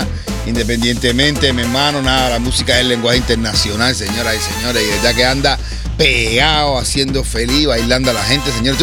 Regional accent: Cuba; yo mismo como cubano, no descifro lo que está cantando

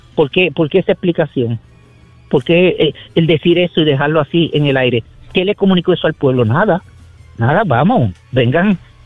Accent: Puerto Rico; Yo soy católica apostólica puertorriqueña

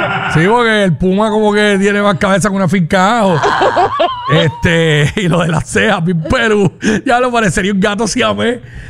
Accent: Venezuela; now in Puerto Rico; ¡Ay, yo soy venezolano!

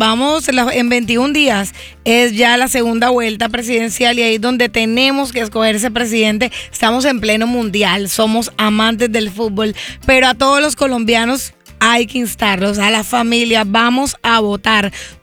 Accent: Colombia; somos todos los colombianos contra la izquierda.

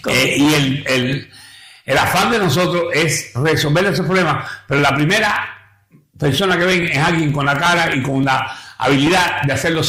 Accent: Cuba; now in New York, United States; yo soy cubano, nosotros tenemos un parque aquí que mira Nueva York

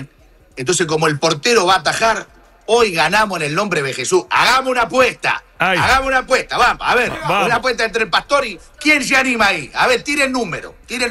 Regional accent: Argentina; now in Kansas, United States; Somos argentinos, copamos Kansas, somos locales.

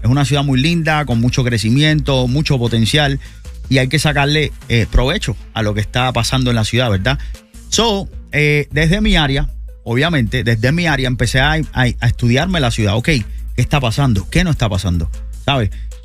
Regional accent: Cuba; now in Miami, United States; dado a que yo soy uno de los pocos, diría yo, quizás el único cubano comunicador cubano, urbano, ¿ok?

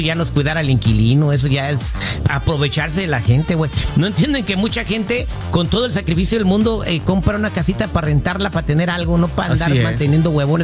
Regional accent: Michoacán, Mexico; ahorita casi todos los productores en activo que andamos somos de Michoacán, salvo el genio Lucas, que es de Guanajuato. Ese Heraldo de Michoacán, Don Cheto de Michoacán, tu servidor de Michoacán.

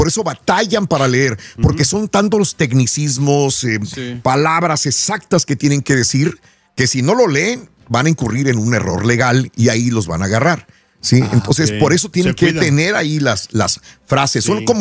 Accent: Mexico; nosotros como mexicanos sabemos que no es un día de celebración

